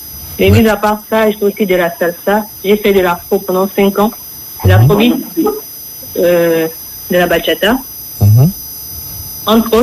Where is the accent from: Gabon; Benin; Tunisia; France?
Gabon; moved away; also born or lived in Togo; je viens du Gabon de base. J'étais d'abord au Gabon avant d'aller au Togo.